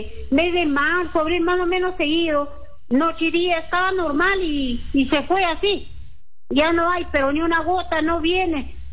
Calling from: Cajamarca, Peru; Yo le llamo del barrio San Martín, pero está todo Cajamarca, ¿no?

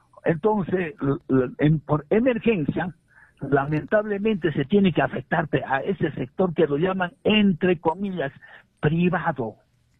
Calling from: Puno, Peru

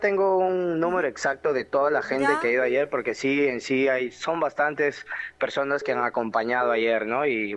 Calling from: Peru; soy de acá del distrito de Tucumán

